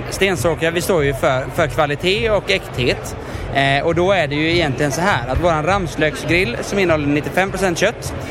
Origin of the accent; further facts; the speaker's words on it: Vetlanda, Jönköping County, Sweden; det är vår sötstarka farfarsenap som kommer från bygda hemma i Vetlanda.